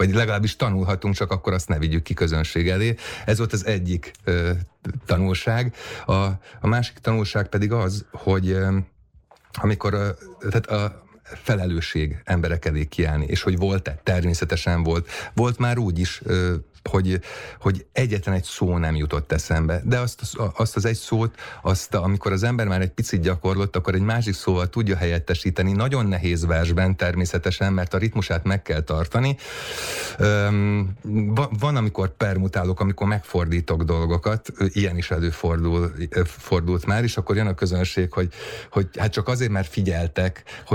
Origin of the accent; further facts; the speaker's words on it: Hungary; magyarként itt élünk Európa közepén